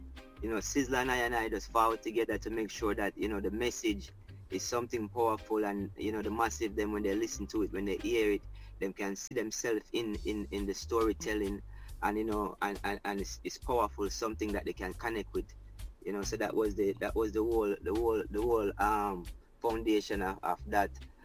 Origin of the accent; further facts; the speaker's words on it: Saint Mary, Jamaica; now in New York, United States; I'm a youth from St. Mary, right? … born in St. Mary, Augustown, like, shaped me. I know I'm based in New York, right?